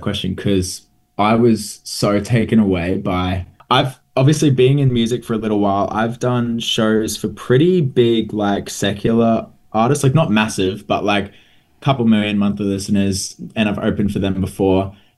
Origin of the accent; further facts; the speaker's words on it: Brisbane, Queensland, Australia; now in Gold Coast, Australia; I am 22. I'm a singer-songwriter from Brisbane, Australia, but now Gold Coast, Australia.